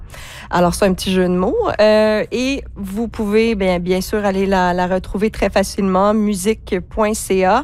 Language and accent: French; Laval, Quebec, Canada; Laval, ma ville natale.